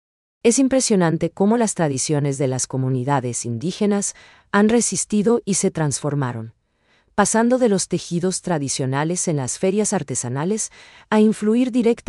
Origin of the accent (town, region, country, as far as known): Paraguay